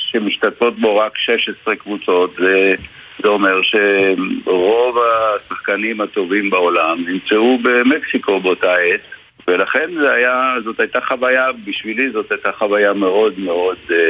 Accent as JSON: {"language": "Hebrew", "town": "Tel Aviv", "region": "Tel Aviv District", "country": "Israel", "tie": "born there", "also_born_or_lived": "Petah Tikva", "said": "כשהייתי בן 10, ב-1957, הוא החליט יחד עם אמא שלי, הדסה, זיכרונה לברכה, שאנחנו נעבור לתל אביב"}